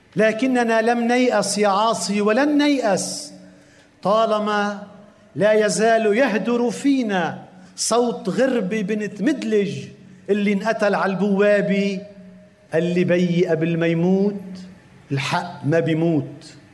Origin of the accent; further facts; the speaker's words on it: Lebanon; ونحن في لبنان